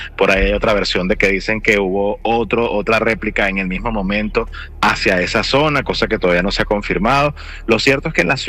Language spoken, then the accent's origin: Spanish; Venezuela; Es bonito porque en el momento más difícil de nosotros como venezolanos, cuando migramos, en muchos países muchos venezolanos se sintieron mal porque los trataron mal